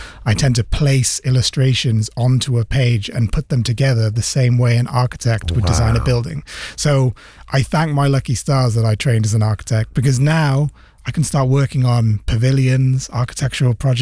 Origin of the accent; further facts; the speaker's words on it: Sri Lanka; now in United Kingdom; I mean, growing up in Sri Lanka and coming to the UK